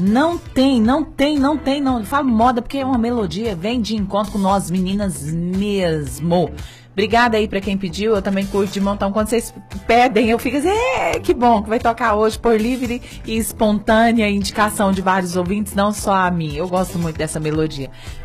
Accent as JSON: {"language": "Portuguese", "country": "Brazil", "said": "Eu sou brasileira, eu sou patriota"}